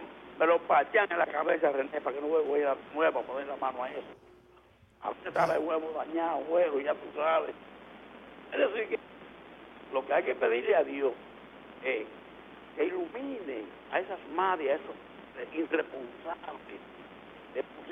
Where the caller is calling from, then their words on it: Dominican Republic; Y aquí nosotros, como dominicanos